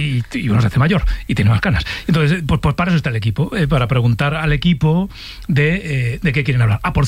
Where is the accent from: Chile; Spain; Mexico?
Spain; Navarre